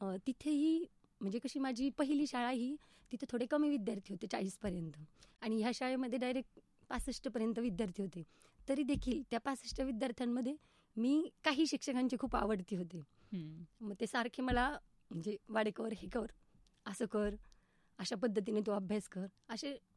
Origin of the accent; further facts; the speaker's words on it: Sangamner, Maharashtra, India; मी मूळची तशी संगमनेरची, माझा जन्म संगमनेरला झाला आहे आणि माझं बालपणही संगमनेरमध्येच गेलं। आणि विशेष म्हणजे माझं आईचं माहेर आणि सासर एकच आहे, त्यामुळे माझं सगळंच संगमनेरमध्ये, म्हणजे संगमनेर सोडून दुसरं काहीच नव्हतं।